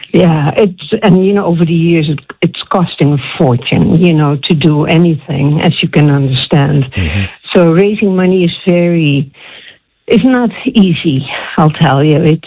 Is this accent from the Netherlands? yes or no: yes; Netherlands; now in Gravelbourg, Canada; I was born in the Netherlands.